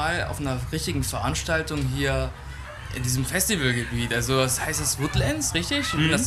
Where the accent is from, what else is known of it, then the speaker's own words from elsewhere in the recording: Braunschweig, Lower Saxony, Germany; Also ja, ich bin aus Braunschweig.